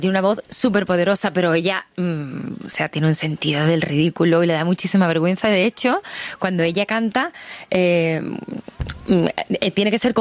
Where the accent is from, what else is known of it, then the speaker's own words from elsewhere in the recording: Coria, Spain; en un concierto que yo hice hace como 3 años en mi pueblo, en Coria